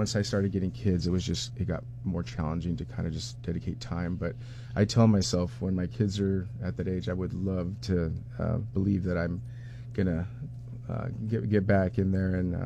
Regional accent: California, United States; now in Bethel, United States; I lived in a community this small in Bethel. I grew up in California most of my life.

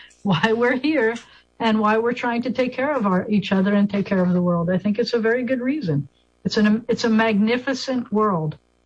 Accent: New York, United States; now in Shreveport, United States; when I grew up in New York State

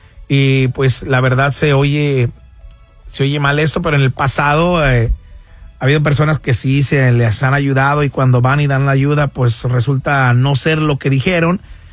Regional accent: Mexico; Como hispanos o como mexicanos, yo me incluyo

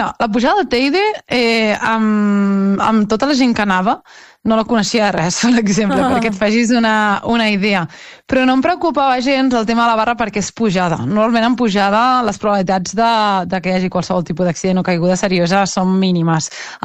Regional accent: Vilassar de Mar, Catalonia, Spain

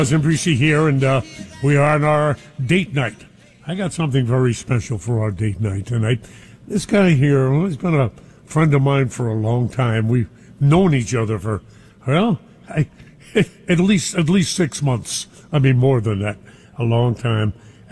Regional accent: New York City, New York, United States; I was brought up in Brooklyn

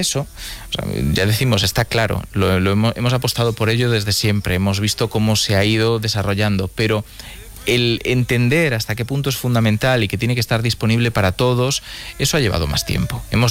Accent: Galicia, Spain

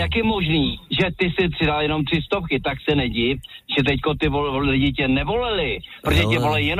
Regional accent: Prague, Czechia

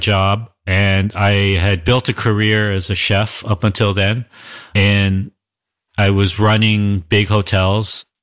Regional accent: Los Angeles, California, United States; So the thing about where we are, we're from Los Angeles. We're specifically from the central region of Los Angeles, the city, Koreatown, East Hollywood, Pico Union, Mid-City.

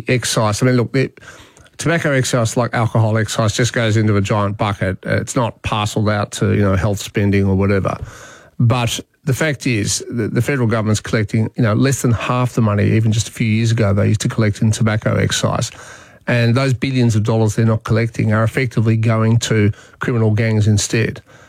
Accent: Australia; Apparently, at the Olympics the year before last, we being the Australian Olympic team, took their own barista to make proper coffee.

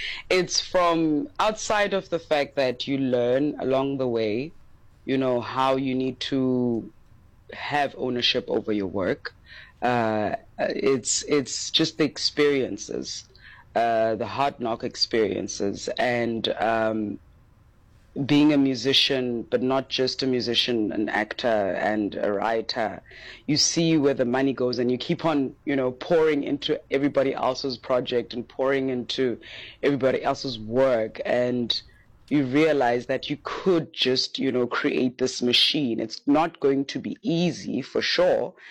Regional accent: King William's Town, Eastern Cape, South Africa; the community that I was raised in King Williamstown.

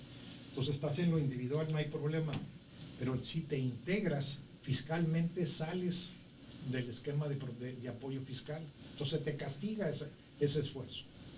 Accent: Mexico; Entonces, todo es una reflexión que como mexicanos, como país, cada quien en su parcela, tenemos que actuar.

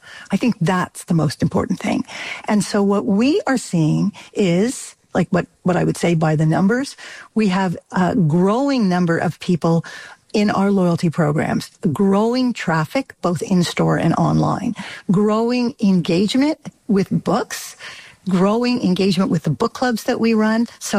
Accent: Canada

